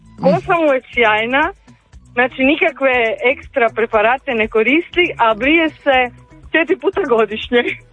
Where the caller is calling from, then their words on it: Mali Lošinj, Primorje-Gorski Kotar County, Croatia; mi smo inače iz Malog Lošinja i idemo u Split na par dana